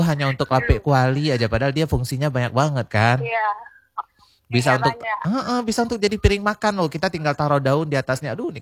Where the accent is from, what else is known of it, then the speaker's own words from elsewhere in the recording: Aceh, Indonesia; Di desa aku, di Suatima.